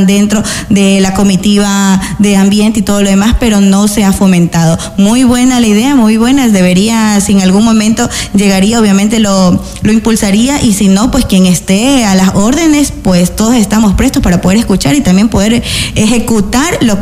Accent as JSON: {"language": "Spanish", "town": "La Libertad", "region": "Santa Elena", "country": "Ecuador", "tie": "born or raised there", "said": "Pues yo soy netamente peninsular, netamente Santa Elena. Mi niñez la viví aquí en el Cantón La Libertad. Estudié en la escuela Faustino Sarmiento, aquí"}